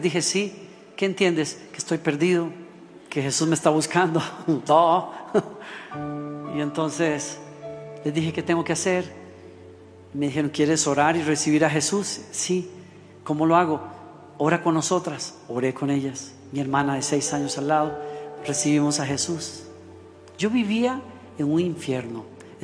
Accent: Moravia, San José, Costa Rica; en el parque de mi pueblo en Costa Rica. De ahí vengo yo, un pueblito que se llama Moravia

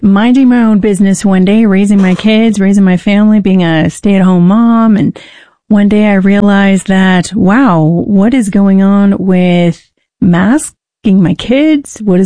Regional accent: United States; my job as an American, as a mom, as a patriot, is to ensure not just my rights

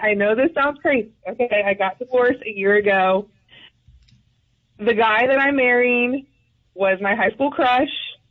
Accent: Ohio, United States; Listen, I am from Ohio.

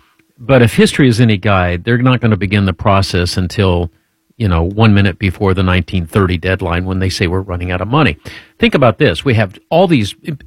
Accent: Speedway, Indiana, United States; You know, growing up in Speedway, Indiana, we had Social Security back then.

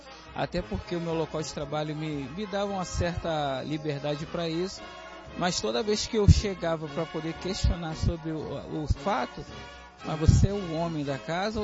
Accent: Rio de Janeiro, Brazil; eu venho de Realengo, Rio de Janeiro.

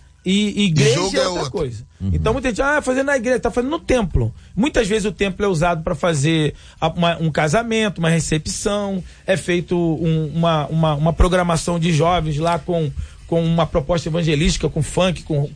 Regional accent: Rio de Janeiro, Brazil; born there; eu sou nascido no Rio de Janeiro, Deodoro, Rocha Miranda, Marechal Hermes.

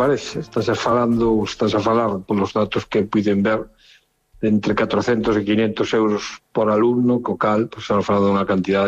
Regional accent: Lugo, Galicia, Spain

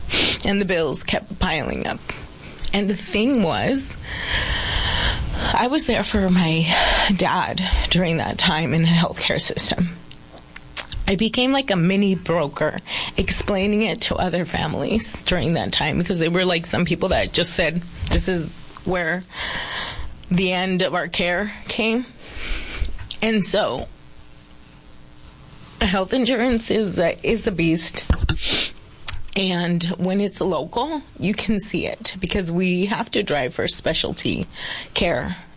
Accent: Yuma County, Arizona, United States; I come from the Yuma County community

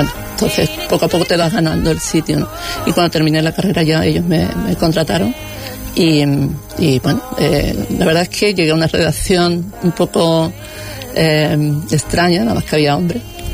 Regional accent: Algeciras, Andalusia, Spain; Soy de Algeciras, sí, soy de Algeciras.

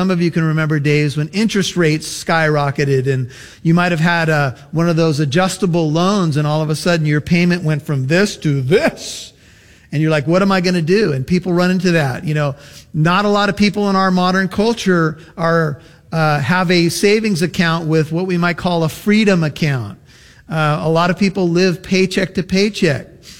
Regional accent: United States; as an American

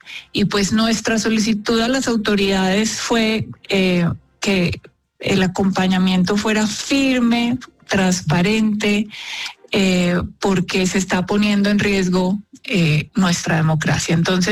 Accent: Colombia; nosotros mismos como colombianos

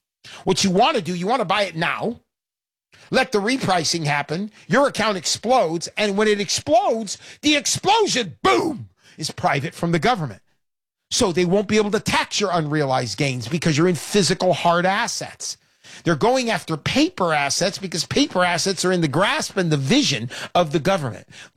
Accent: California, United States; Southern California.

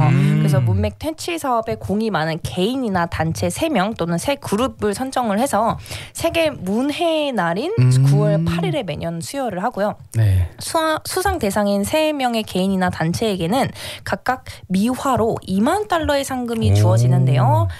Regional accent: Gyeongsang, South Korea; accent: Gyeongsang; 경상도 발음인가 봐요.

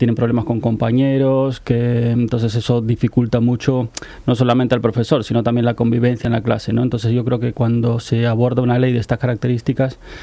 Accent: Cantabria, Spain; accent: Cantabrian; me extraño la lluvia cántabra. Yo soy cántabro, como puedes observar por mi acento.

